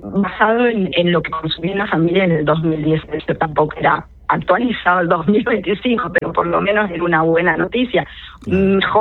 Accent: Argentina

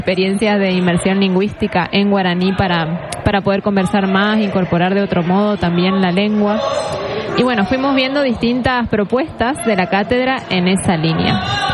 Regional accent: Corrientes, Argentina; y haga algo en relación a nuestra lengua nativa

